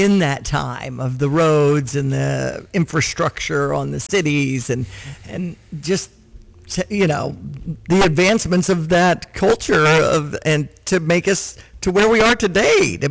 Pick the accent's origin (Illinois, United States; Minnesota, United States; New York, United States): Illinois, United States; Tolono; my hometown, Tolona, with the fun days and all